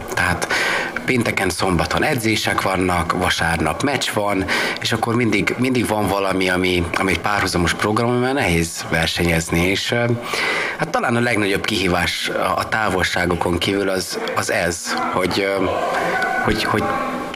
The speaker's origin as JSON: {"language": "Hungarian", "region": "Satu Mare County", "country": "Romania", "moved": "as an adult", "lives_now": "Melbourne, Australia", "said": "Tavaly januárban érkeztünk, mi Erdélyből, pontosabban Párciumból érkeztünk, a határ menti területekről, Szatmár megyéből származunk mind a ketten, én is és a feleségem"}